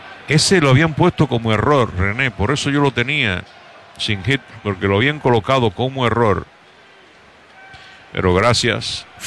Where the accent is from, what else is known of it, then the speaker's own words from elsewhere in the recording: Camajuaní, Villa Clara, Cuba; Son dos barrios que hay en mi pueblo natal, Camas Juaní.